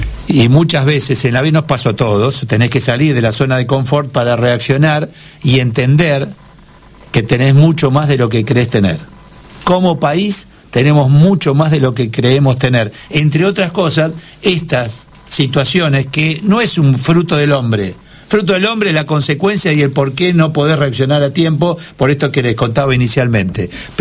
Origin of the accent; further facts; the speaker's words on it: Argentina; Y una Argentina que tiene todo lo contrario, tenemos todo, todos potencialmente ricos, todo.